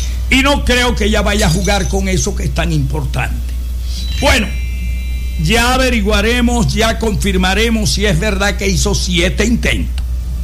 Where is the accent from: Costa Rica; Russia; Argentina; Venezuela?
Venezuela